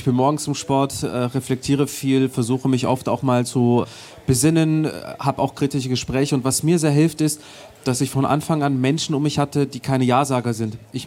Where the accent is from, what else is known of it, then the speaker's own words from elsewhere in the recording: Germany; Also meine Eltern, die sind in der Türkei geboren, waren auch als Jugendliche da. Ich bin aber in Deutschland geboren, aufgewachsen. Ich kenne kein anderes Leben, ich kenne keine andere Sozialisierung